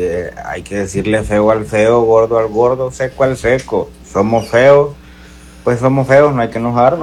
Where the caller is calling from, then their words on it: El Salvador; todos los salvadoreños somos europeos